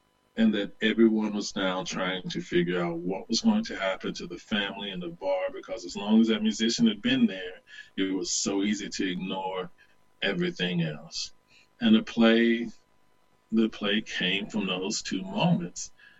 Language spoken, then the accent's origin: English; the South, United States; I grew up in a Bible Belt, and it's who I was. It's who I continue to be in many ways.